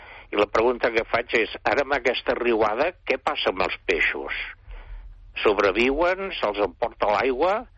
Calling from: Barcelona, Catalonia, Spain; aquí al meu barri, a les Corts

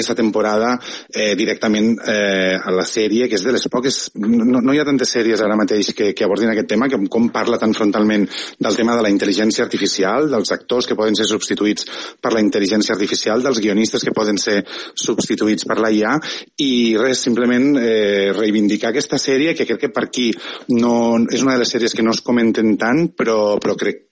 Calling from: Flix, Catalonia, Spain

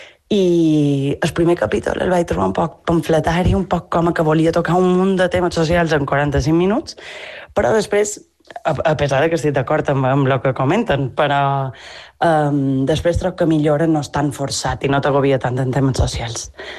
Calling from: Mallorca, Balearic Islands, Spain; de Mallorca.

